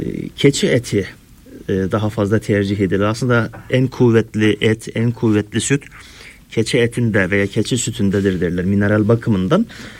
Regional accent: Osmaniye, Turkey; Biz hocam tabii Çukurova'da ben Osmaniyeliyim. Orada bayramlarda efendim keçi keserler.

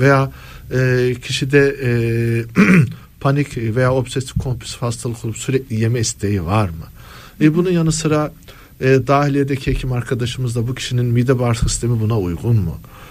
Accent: Giresun, Turkey; Ben mesela Giresunluyum.

